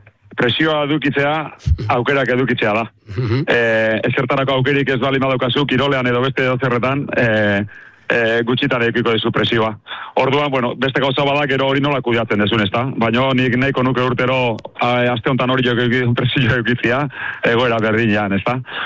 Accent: Orio, Basque Country, Spain; born there; oriotar asko ezagutzen ditut, ni ere alaxe naiz, eta beti izan dut, nik bertan jaiotako naiz

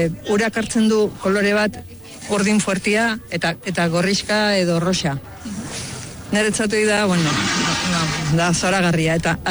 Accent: Errenteria, Basque Country, Spain; ni errenterian jaio naiz.

